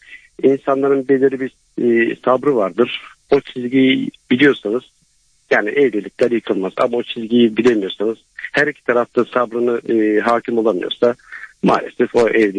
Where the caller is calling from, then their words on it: Eskişehir, Turkey; Eskişehir'den arıyorum.